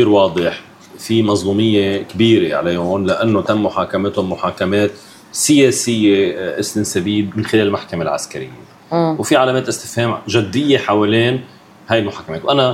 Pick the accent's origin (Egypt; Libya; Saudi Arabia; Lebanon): Lebanon; نحن كلبنانيين